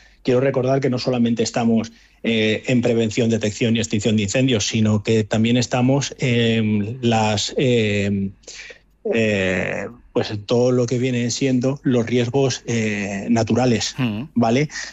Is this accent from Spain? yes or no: yes; Ávila, Castile and León, Spain; ahora en mi tierra, en Ávila, los incendios más grandes de España.